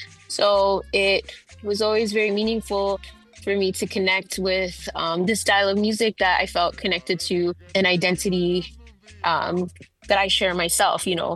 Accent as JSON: {"language": "English", "town": "Queens", "region": "New York", "country": "United States", "tie": "born or raised there", "said": "And then back home in New York, where I grew up in Queens, and I grew up in an area called Elmhurst, Queens"}